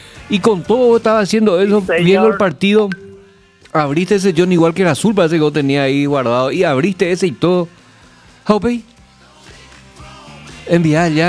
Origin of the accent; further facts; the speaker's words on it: Paraguay; como paraguayos no podemos dejar de alentar a un club.